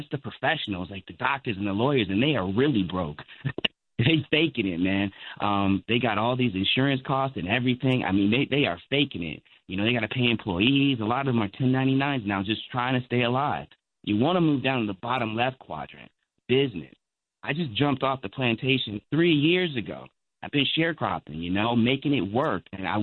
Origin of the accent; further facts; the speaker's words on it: Chicago, Illinois, United States; You know, I grew up in Chicago. We had organized baseball, but again, it's just the disinvestment, right?